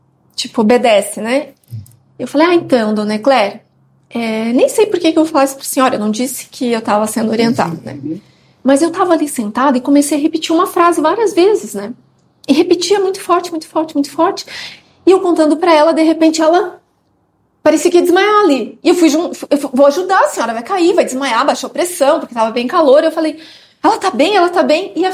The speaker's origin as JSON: {"language": "Portuguese", "town": "Campo Grande", "region": "Mato Grosso do Sul", "country": "Brazil", "moved": "yes", "lives_now": "Lisbon, Portugal", "said": "eu sou espírita e médium há mais de 40 anos, eu sou lá de Campo Grande do Mato Grosso do Sul, e minha filha veio me realizar esse desejo"}